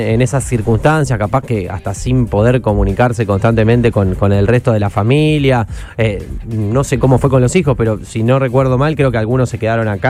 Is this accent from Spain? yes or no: no; Rosario, Santa Fe, Argentina; nos atraviesa tanto como argentinos y como rosarinos